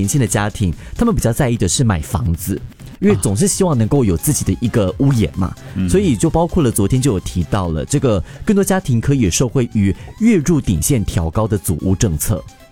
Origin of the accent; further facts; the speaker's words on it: East Region, Singapore; 因为我是东部人，所以我对于东部的发展是稍微关心一点点的